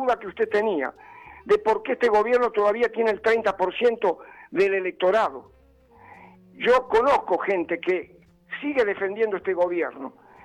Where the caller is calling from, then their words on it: Buenos Aires, Argentina; me llamo de Parque Chacabuco.